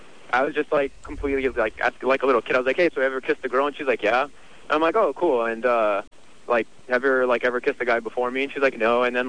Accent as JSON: {"language": "English", "country": "Egypt", "said": "I'm from Egypt."}